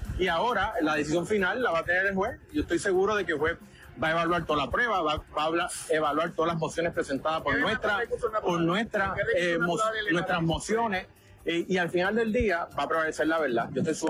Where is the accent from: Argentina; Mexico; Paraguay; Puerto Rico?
Puerto Rico; todos unidos como puertorriqueños